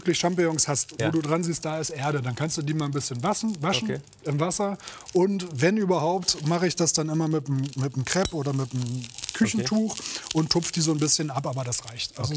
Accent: Northern Germany, Germany; now in Frankfurt, Germany; ich als Norddeutscher

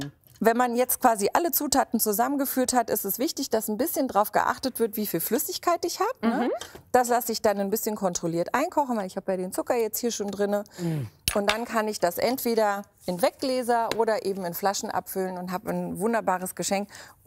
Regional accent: Berlin, Germany; Ich bin ja Berlinerin. Das ist genetisch, dass wir Currywurst lieben.

